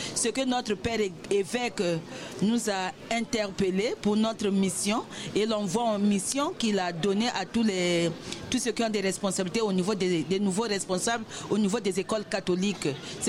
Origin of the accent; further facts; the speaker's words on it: Republic of the Congo; moved away as an adult; now in Amiens, France; je suis religieuse, je me présente aussi, je viens du Congo Brazzaville.